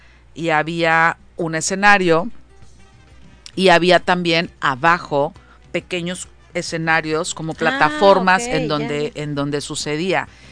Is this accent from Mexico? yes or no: yes; Mexico; Como somos los mexicanos.